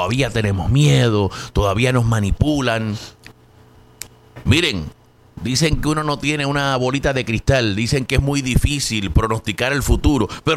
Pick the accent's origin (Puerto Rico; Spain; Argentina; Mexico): Puerto Rico; now in Allentown, United States; mi gente puertorriqueña